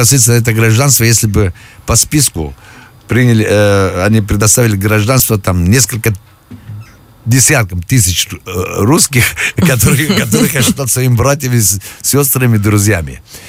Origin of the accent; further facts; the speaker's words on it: Afghanistan; born or raised there; now in Russia